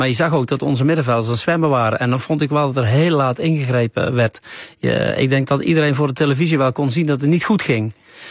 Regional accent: Netherlands; Maar nog steeds zijn wij Nederlanders.

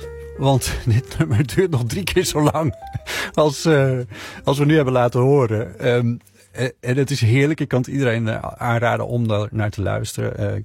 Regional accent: Friesland, Netherlands; dat vroeger toen ik klein was in Friesland op de boerderij woonde.

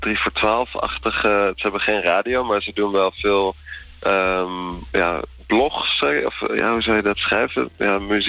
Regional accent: Amsterdam, North Holland, Netherlands; now in Ghent, Belgium; ik ben oorspronkelijk uit Amsterdam. Ik ben een Amsterdammer en ik ben in Gent gestrand.

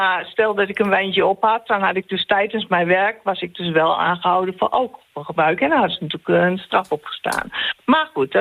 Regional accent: Enschede, Overijssel, Netherlands; moved away as an adult; Ik ben geboren en getogen in Enschede. Ik ben daar op mijn 19e weggegaan. Ik ben via heel veel plaatsen in Nederland ben ik 4 jaar geleden teruggekomen.

